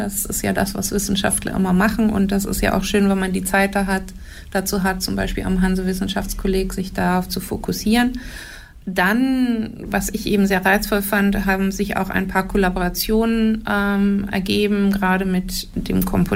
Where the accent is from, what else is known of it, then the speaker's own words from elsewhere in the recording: South Africa; Also bei uns in Südafrika gibt es ein paar Unis, die sowas schon machen.